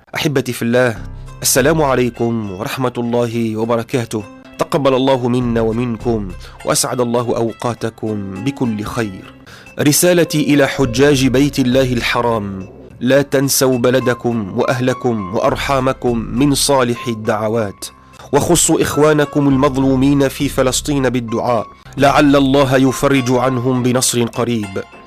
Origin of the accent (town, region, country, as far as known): Tunisia